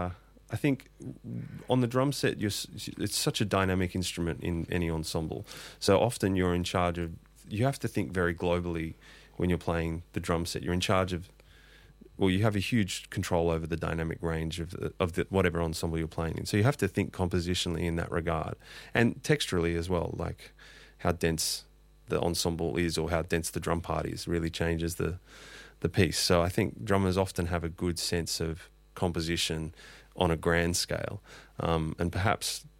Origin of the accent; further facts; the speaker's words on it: Castle Hill, New South Wales, Australia; In the hills. I grew up in Castle Hill.